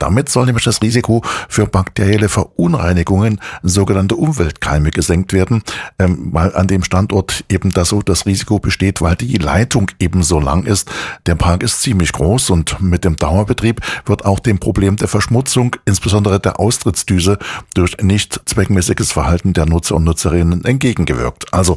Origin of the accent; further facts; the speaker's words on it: Chemnitz, Saxony, Germany; Wir gucken mal in meine Heimatstadt nach Chemnitz.